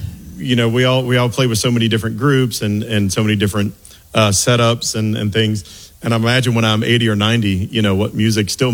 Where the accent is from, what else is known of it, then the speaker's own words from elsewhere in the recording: Baton Rouge, Louisiana, United States; I grew up in Central, in Baton Rouge. Went to Bell and Grath Hills Elementary.